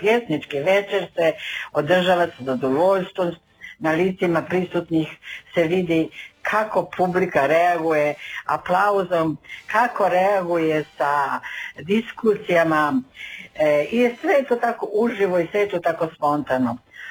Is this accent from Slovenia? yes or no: yes; Slovenia; Croatian is a second language; Dobar dan … dolazim iz Slovenije.